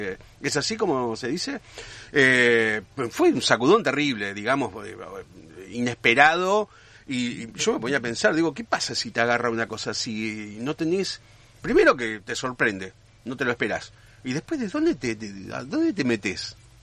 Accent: Diamante, Entre Ríos, Argentina; born there; now in Paraná, Argentina; Yo soy entrerriano, ¿qué va a ser? Soy de acá, nací en Diamante y vivo acá en Paraná.

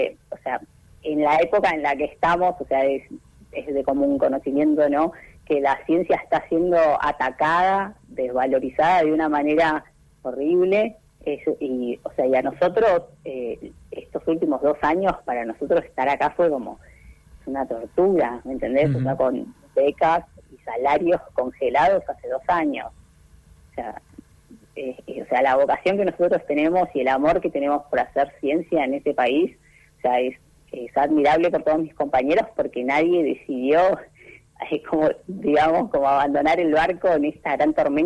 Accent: Lago Blanco, Chubut, Argentina; moved away as an adult; also born or lived in Comodoro Rivadavia; yo soy oriunda de Lago Blanco, nací, me crié en Lago Blanco, cursé mis estudios hasta el secundario

